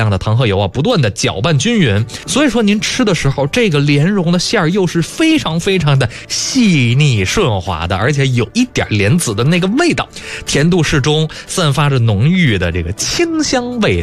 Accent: Beijing, China; 咱们北京人对于仿膳还是非常非常了解的

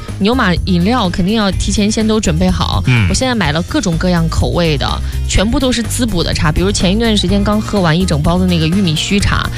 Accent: Shaanxi, China; 作为一个陕西人

